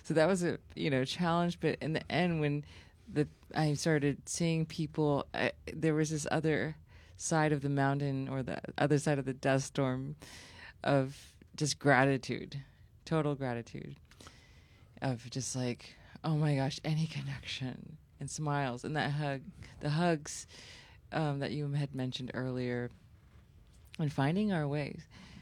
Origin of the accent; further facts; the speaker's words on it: Texas, United States; I am Taiwanese, but I grew up in Texas.